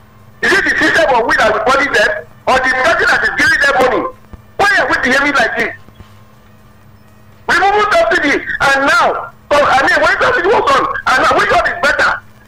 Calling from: Oba, Nigeria; from Oba.

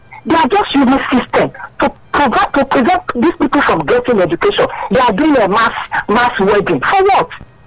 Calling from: Ipaja, Lagos, Nigeria; I'm calling from Ipaja.

